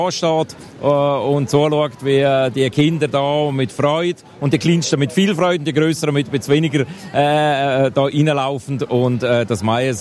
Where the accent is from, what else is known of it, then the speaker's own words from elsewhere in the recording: Chur, Graubünden, Switzerland; Ja, ich bin in Chur aufgewachsen.